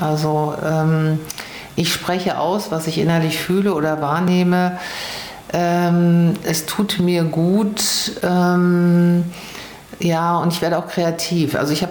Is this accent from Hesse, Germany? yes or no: yes; Germerode, Hesse, Germany; Ich komme ja aus Germerode